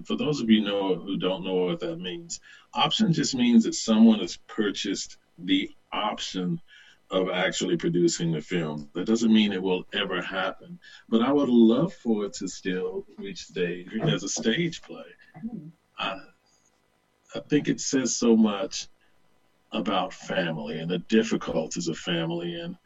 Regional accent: the South, United States; born or raised there

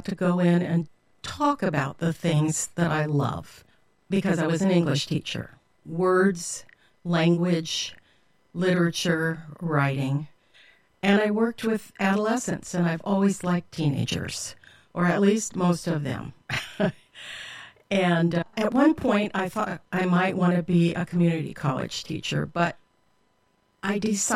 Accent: San Diego, California, United States; born or raised there; also born or lived in Midwest

